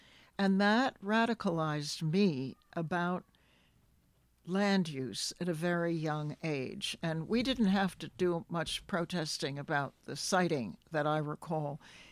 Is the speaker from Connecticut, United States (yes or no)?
yes; Cos Cob, Connecticut, United States; now in Tunbridge, United States; I grew up in Kaskab, Connecticut, on a beautiful piece of land that had belonged to my grandfather originally.